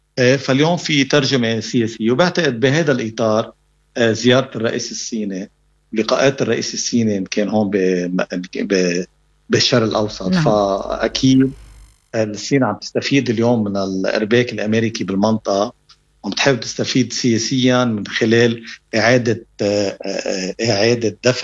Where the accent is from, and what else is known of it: Lebanon